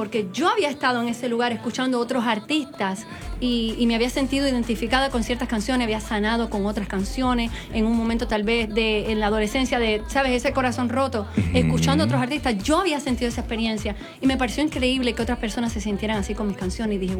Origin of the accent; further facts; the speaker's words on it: Guayos, Sancti Spíritus, Cuba; en el pueblo que yo nací, en Guayos, en Santi Espíritu, se escuchaban muchos tríos.